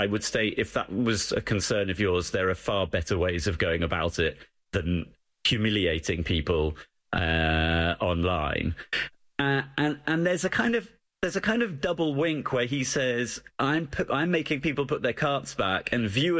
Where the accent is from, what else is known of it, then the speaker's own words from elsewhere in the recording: England, United Kingdom; Sorry, I'm English. I called it a shopping trolley.